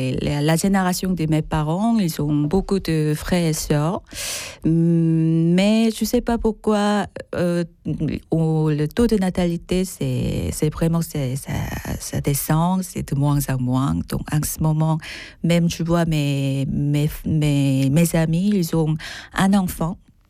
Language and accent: French; Seoul, South Korea; French is a second language; moved away as an adult; now in France; je suis sud-coréenne, je viens de la Séoul.